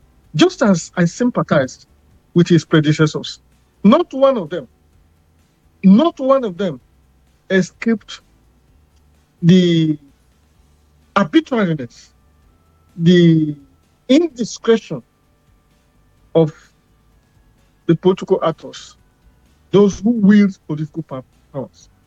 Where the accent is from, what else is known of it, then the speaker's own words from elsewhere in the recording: Delta, Nigeria; I'm from Delta